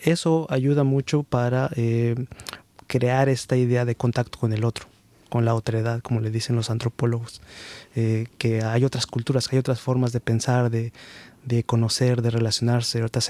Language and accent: Spanish; Mexico; now in Germany; mi identidad como mexicano